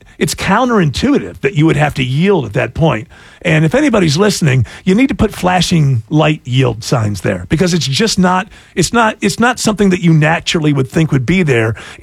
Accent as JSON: {"language": "English", "region": "New York", "country": "United States", "tie": "born or raised there", "said": "It's the kind of haircut that only people that live in Western New York or play professionally for the LPGA still have."}